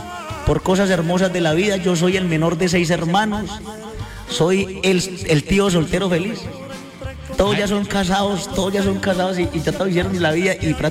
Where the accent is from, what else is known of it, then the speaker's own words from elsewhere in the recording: Lebrija, Santander, Colombia; Bueno, Willy, yo soy santandereano 100%. Yo soy de un pueblito que se llama Lebrija, Santander.